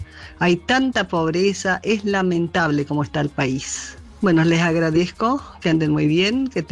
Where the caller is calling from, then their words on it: Villa de Mayo, Buenos Aires Province, Argentina; vivo en Villa de Mayo.